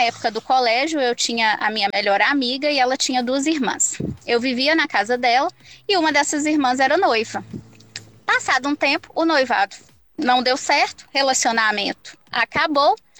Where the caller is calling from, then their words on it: Belo Horizonte, Minas Gerais, Brazil; falo de Belo Horizonte, tenho 43 anos.